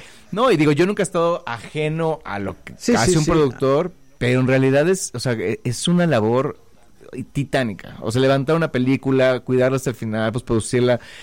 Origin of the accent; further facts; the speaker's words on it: Mexico; nosotros somos muy mexicanos y mucho más dramáticos